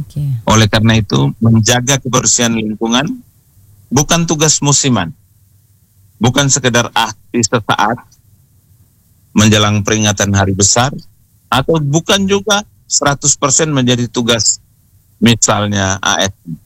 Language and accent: Indonesian; Ende, East Nusa Tenggara, Indonesia; kita orang Ende